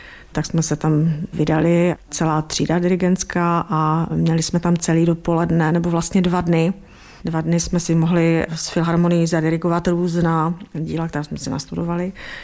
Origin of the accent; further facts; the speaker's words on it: Brno, South Moravian Region, Czechia; že jsem z Brna